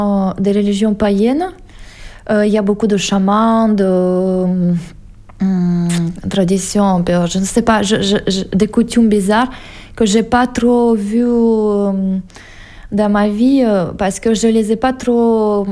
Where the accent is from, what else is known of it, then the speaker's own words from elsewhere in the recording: Barnaul, Altai Krai, Russia; French is a second language; moved away as an adult; now in France; je suis né à Barnaoul. J'ai vécu toute ma vie là-bas. Je n'ai pas beaucoup bougé pendant ma vie. Et pour moi, c'est vraiment ma ville natale, ma région d'origine.